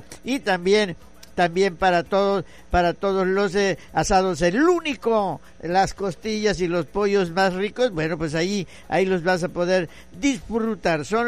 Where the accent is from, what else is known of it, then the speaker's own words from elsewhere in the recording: Tabasco, Mexico; born there; porque yo nací en Tabasco y así yo quiero ser.